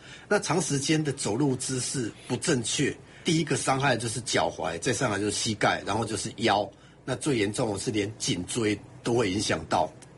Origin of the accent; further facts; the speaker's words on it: Taiwan; 我们台湾人哈、哦，基本上观念就是说，那脚是会臭的